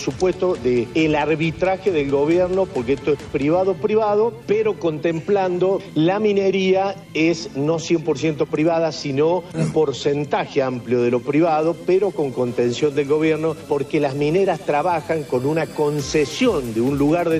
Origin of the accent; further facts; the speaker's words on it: San Juan, Argentina; el dueño de los recursos somos sanjuaninos.